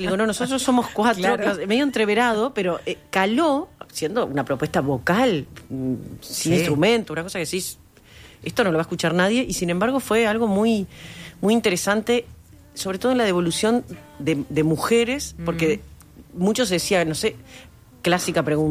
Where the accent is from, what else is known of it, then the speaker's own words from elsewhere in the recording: Uruguay; siempre somos la uruguaya o el uruguayo que andamos representando sin representar.